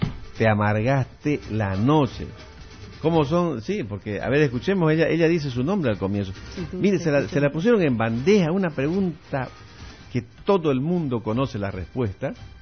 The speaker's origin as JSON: {"language": "Spanish", "region": "Santa Cruz", "country": "Bolivia", "said": "Yo reivindico, por supuesto, la cultura cruceña, como cruceño."}